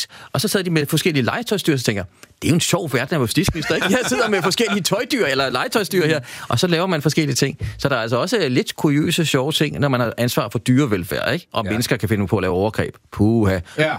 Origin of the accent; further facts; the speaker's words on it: Ballerup, Capital Region of Denmark, Denmark; Jeg er fra Ballerup af